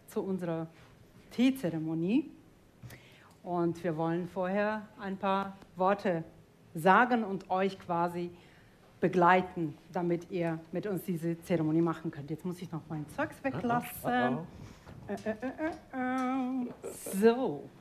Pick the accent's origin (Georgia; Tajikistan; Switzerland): Tajikistan; first language Tajik; German is a second language; moved away; Dari, Tadschikisch. Das sind drei verschiedene Ethnolekte des Persischen und Russisch, weil ich in Tadschikistan geboren und aufgewachsen bin.